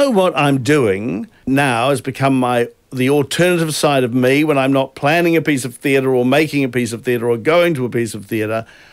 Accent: New Zealand; born or raised there

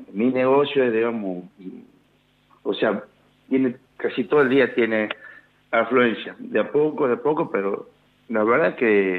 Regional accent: Concepción, Tucumán, Argentina; Yo soy de Concepción de Tucumán.

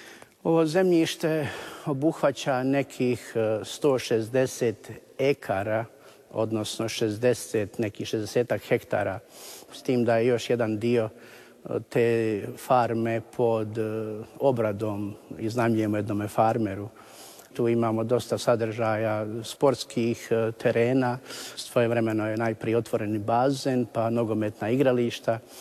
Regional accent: Rinovci, Federation of Bosnia and Herzegovina, Bosnia & Herzegovina; moved away as an adult; now in North America; Inače sam rodom iz Rinovaca, koja su ponikla mnoga zvanja tijekom prošloga stoljeća, i svećeničkih i redovničkih. Rođen sam 74. godine, gimnaziju sam završio u Visokom i u Sinju

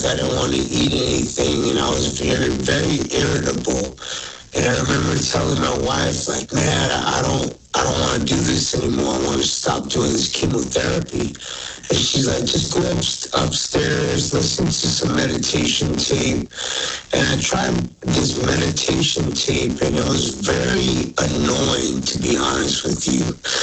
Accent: Los Angeles, California, United States; I'm a proud Native American kid from East LA, born in Boyle Heights, and you know, I'm Native American and Mexicano.

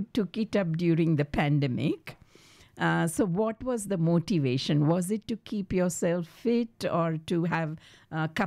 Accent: Hyderabad, Telangana, India; I grew up in Hyderabad, and we could pay a small amount of money and borrow it for 1 hour or 2 hours.

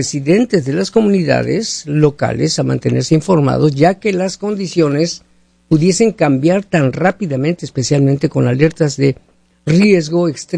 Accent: Hermosillo, Sonora, Mexico; now in United States; Yo sé que están sufriendo muchísimo calor allá en nuestra tierra.

